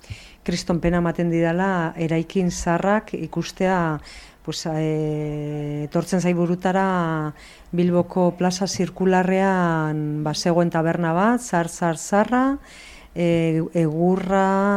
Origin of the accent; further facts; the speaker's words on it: Basque Country, Spain; born there; Ni pentsatzen nuen Nafarrogora aurkezturitzena, baina ez, Bizkaikoa irabazi nuen, Bizkaian jaioa naiz eta.